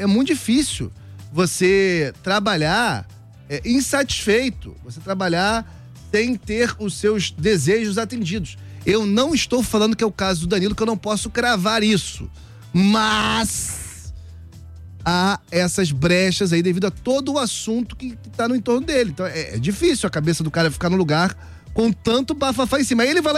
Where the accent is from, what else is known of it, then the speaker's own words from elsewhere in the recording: Curitiba, Paraná, Brazil; Ah, sou de Curitiba, o problema é teu.